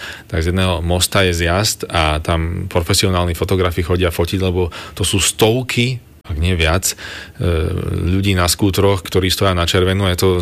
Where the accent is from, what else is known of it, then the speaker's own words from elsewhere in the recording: Bratislava, Bratislava Region, Slovakia; born there; Teda ja som z Bratislavy, narodený v Bratislave a mám vzťah k Slovensku, najmä k východu Slovenska, keďže tam mám polovicu rodiny a od detstva som tam chodieval opakovane.